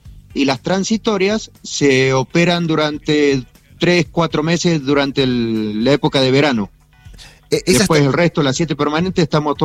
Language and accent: Spanish; Patagonia, Argentina; now in Antarctica; yo soy patagónico